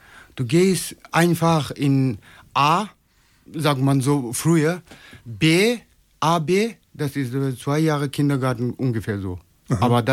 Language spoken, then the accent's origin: German; Nagaland, India; German is a second language; moved away as an adult; now in Germany; I come from Nagaland. I was born in 1973 in Sataka. And I'm speaking this in English.